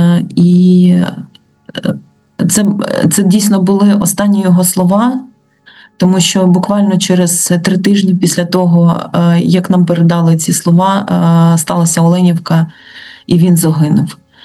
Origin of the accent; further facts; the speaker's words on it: Kharkiv, Kharkiv Oblast, Ukraine; now in Kyiv, Ukraine; і я харків'янка, тому... От так. Так, я дуже ніжно люблю Харків, але вже багато років живу в Києві.